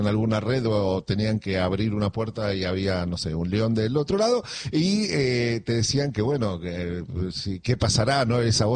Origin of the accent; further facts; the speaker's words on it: Argentina; born there; para nosotros que nacimos en Argentina